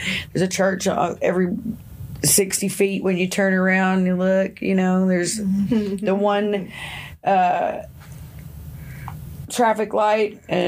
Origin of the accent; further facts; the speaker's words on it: Mississippi, United States; accent: southern; moved away; I'm from Mississippi, and there's a Greenwood, Mississippi. Mm-hmm. And so for a half a second, my little southern heart got real excited. That's okay. I can put the accent back